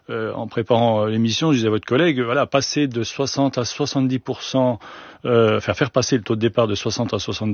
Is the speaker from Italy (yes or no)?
no; Besançon, Bourgogne-Franche-Comté, France; now in Puy-de-Dôme, France; parce que je suis originaire de Besançon, donc et j'habite dans le Puy-de-Dôme